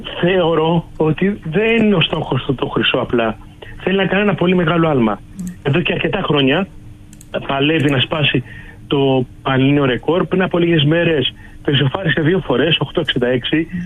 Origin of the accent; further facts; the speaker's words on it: Greece; δεν το λέμε εμείς έτσι ως Έλληνες.